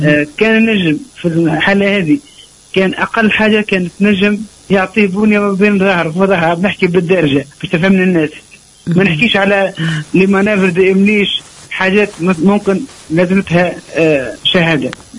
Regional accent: Tunisia; انا شعب تونسي، انا شعب مثقف، شعب قاري،

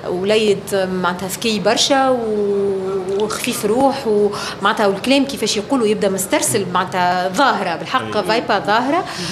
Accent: Tunisia

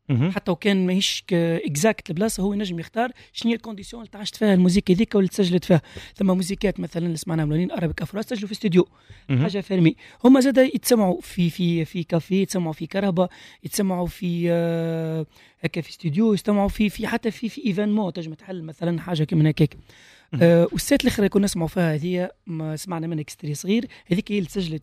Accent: Tunisia; موجوده عندنا في تونس

